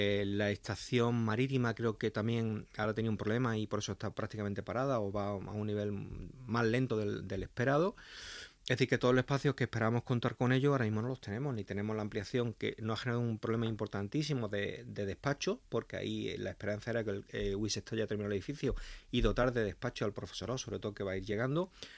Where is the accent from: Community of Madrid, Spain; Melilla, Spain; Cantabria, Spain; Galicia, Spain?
Melilla, Spain; todos los que somos de Melilla creemos muchísimo en nuestra ciudad